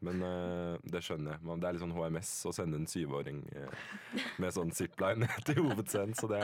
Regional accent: Lørenskog, Akershus, Norway; Nei, jeg er fra Lørenskog.

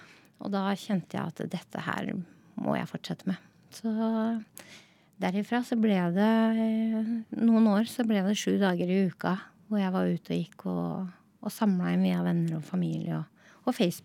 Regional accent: Nittedal, Akershus, Norway; Det startet med at jeg er fra Nittedal og har mistet en del venner og klassekamerater og sånn opp igjennom

